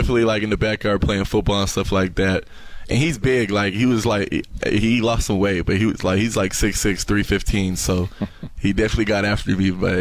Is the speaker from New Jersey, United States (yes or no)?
no; Milan, Michigan, United States; I'm from Milan, Michigan, right by Ypsilanti. But so I say Ypsilanti, but I went to Milan High School.